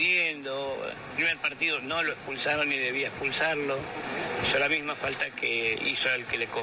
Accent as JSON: {"language": "Spanish", "country": "Argentina", "said": "Como argentino me da vergüenza."}